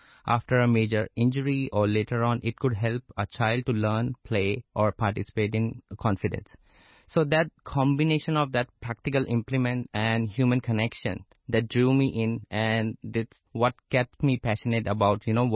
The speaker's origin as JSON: {"language": "English", "region": "Delhi", "country": "India", "tie": "born or raised there", "moved": "as an adult", "lives_now": "Hong Kong", "said": "So I was born and brought up in Delhi, which is the capital of India. So I have done my schoolings to college in Delhi only."}